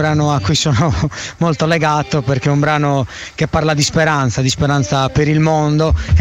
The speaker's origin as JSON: {"language": "Italian", "region": "Sardinia", "country": "Italy", "said": "il parlare sardo, la lingua sarda, perché dobbiamo mantenerla forte e tenercela stretta divulgandola e credendoci prima di tutto noi che siamo sardi."}